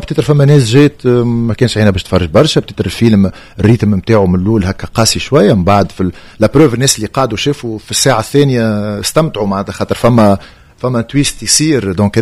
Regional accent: Tunisia; دونك السينما التونسية راهي سفيرة تونس البرة، نحن كسافروا

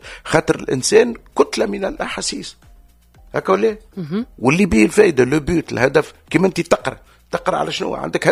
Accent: Tunisia; انا تونسي في عائله كبيره، العائله الكبيره بتاعي سي تونس.

